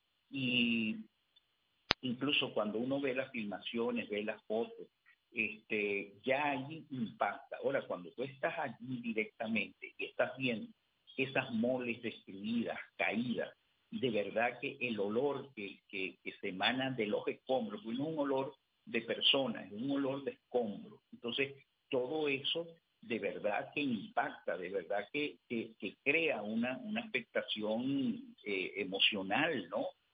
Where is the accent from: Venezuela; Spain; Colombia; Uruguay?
Venezuela